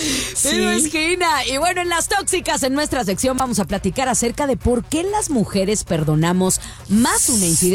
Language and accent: Spanish; Guadalajara, Jalisco, Mexico; moved away; Ya llegaron las queens, estas reinas de la radio que importaron desde Guadalajara, Guadalajara, Jalisco, México.